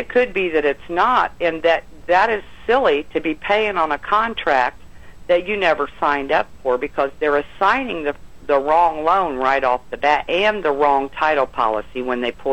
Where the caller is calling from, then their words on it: Indiana, United States; Now, I'm from Indiana, and I just live in a little plain house.